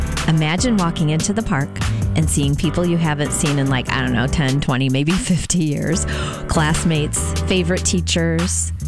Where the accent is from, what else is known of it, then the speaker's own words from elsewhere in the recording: Metamora, Illinois, United States; growing up in Metamora Redbird